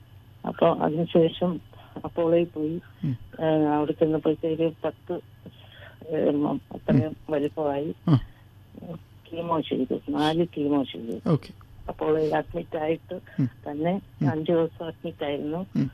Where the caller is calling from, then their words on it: Tripunithura, Kerala, India; ഞാൻ വിളിക്കുന്നത് തൃപ്പൂണിത്തറയിൽ.